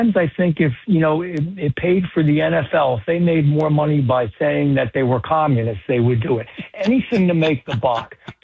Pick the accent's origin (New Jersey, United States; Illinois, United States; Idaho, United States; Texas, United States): New Jersey, United States; Paterson; I'm proud to be from New Jersey. You know, I grew up in Paterson, New Jersey.